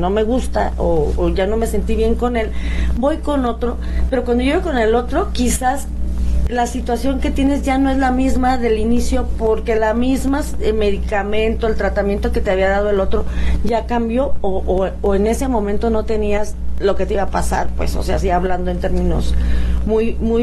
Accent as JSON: {"language": "Spanish", "town": "Irapuato", "region": "Guanajuato", "country": "Mexico", "said": "de mi tierra fresera que quiero tanto"}